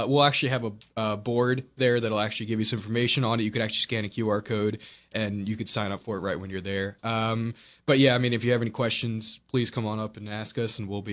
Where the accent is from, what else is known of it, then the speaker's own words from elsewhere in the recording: Long Island, New York, United States; And I'm from originally from Long Island, New York, just outside of New York City.